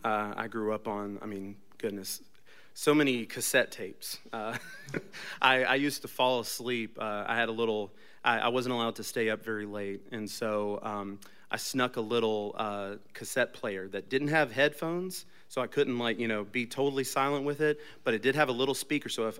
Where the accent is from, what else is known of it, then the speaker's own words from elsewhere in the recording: Bossier City, Louisiana, United States; also born or lived in California / Montgomery, Alabama; now in Nashville, United States; My father was in the Air Force, so we started in Bossier City, then made our way out to California, then Montgomery, Alabama at Maxwell Air Force Base.